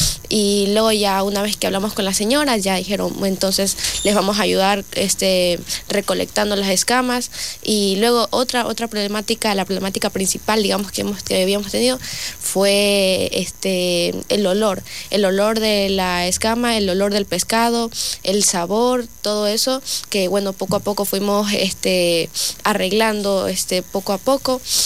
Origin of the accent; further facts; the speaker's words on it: Lago Agrio, Sucumbíos, Ecuador; Lago Agrio, nací en Lago Agrio, y ser la emoción de ser lagoagrense, ser ecuatoriana